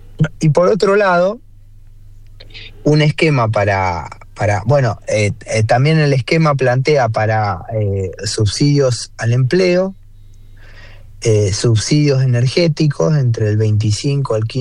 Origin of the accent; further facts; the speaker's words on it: Rosario, Santa Fe, Argentina; somos santafesinos, somos rosarinos, somos más rosarinos que santafesinos y el orgullo lo tenemos